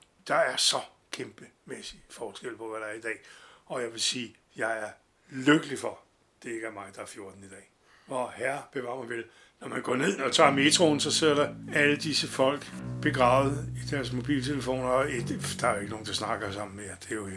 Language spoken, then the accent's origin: Danish; Copenhagen, Capital Region of Denmark, Denmark; hvor jeg voksede op på Prags Boulevard, som er et arbejderkvarter.